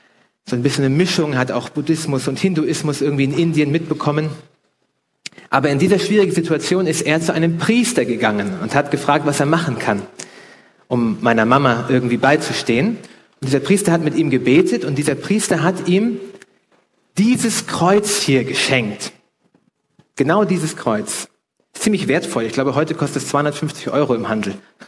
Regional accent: Hamburg, Germany; Ich bin in Hamburg, in Norddeutschland aufgewachsen

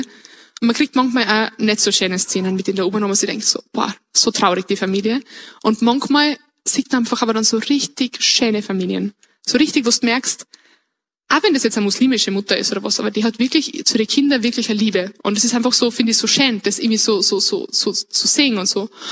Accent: Upper Austria, Austria; now in Vienna, Austria; als Oberösterreicher darf man jetzt nicht sagen, dass Wien schön ist.

